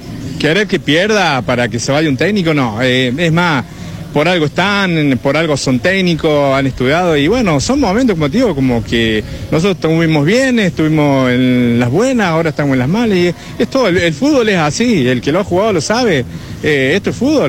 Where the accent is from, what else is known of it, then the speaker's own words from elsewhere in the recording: Obispo Trejo, Córdoba, Argentina; Soy de la localidad de Obispo Trejo.